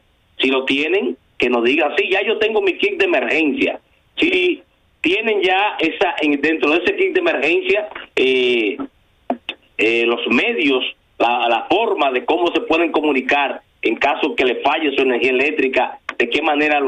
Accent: Dominican Republic; nosotros qué estamos haciendo como República Dominicana?

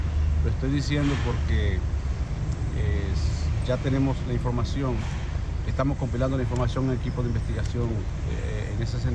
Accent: Puerto Plata, Dominican Republic; also born or lived in Santiago, Dominican Republic; Pues yo soy de aquí prácticamente. Yo nací en Puerto Plata y Puerto Plata era parte del Departamento Judicial de Santiago. Y me eduqué aquí

